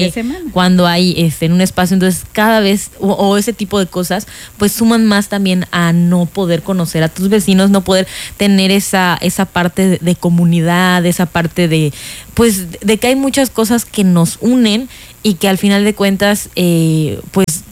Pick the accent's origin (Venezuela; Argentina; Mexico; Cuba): Mexico